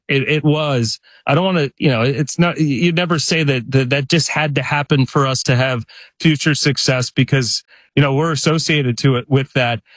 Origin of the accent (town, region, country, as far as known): Detroit, Michigan, United States; born or raised there